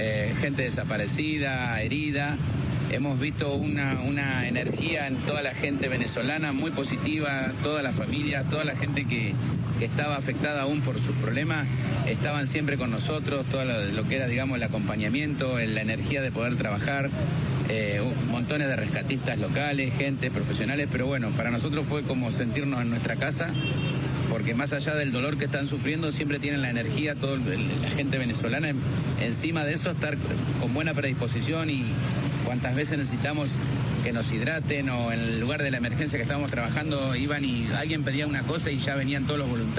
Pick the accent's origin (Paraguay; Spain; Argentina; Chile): Argentina; Buenas tardes, somos un grupo de Argentina, se llama AR13, somos todos bomberos voluntarios de Argentina, vinimos 30 rescatistas en este equipo.